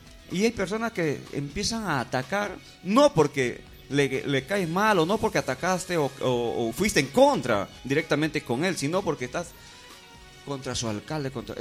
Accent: Pólvora, San Martín, Peru; also born or lived in Tocache; donde yo voto en Pólvora, soy de Pólvora y de Tocache

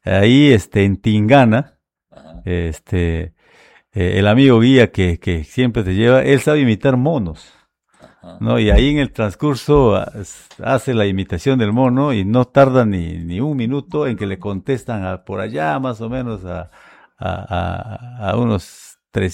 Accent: Peru; somos peruanos y nunca hemos visto en vivo y en directo

